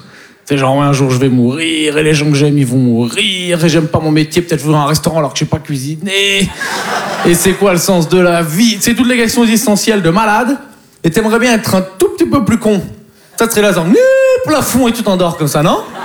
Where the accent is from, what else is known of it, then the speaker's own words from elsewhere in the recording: Poitiers, Nouvelle-Aquitaine, France; Mais bon, en plus, je viens de Poitiers, donc faut s'occuper. Hein, tu peux pas aller au futuroscope 5 fois par semaine, quoi.